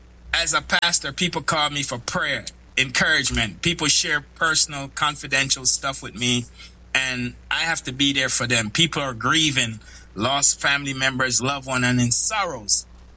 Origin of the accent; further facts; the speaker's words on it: Kingston, Jamaica; I grew up in East Kingston, Franklin Town, Vineyard Town.